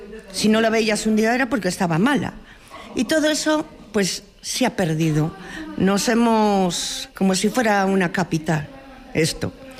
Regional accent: Palacios de Campos, Castile and León, Spain; born there; now in Villanueva de San Mancio, Spain; soy de Villanueva de Salmancio. Bueno, nacida en Palacios de Campos y casada en Villanueva de Salmancio. Llevo 47 años aquí en este pueblo

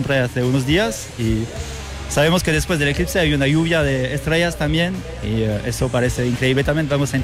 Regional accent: France; Spanish is a second language; No, soy francés y estoy aquí de vacaciones y disfruto de estar aquí para poder ver el eclipse en un lugar bonito.

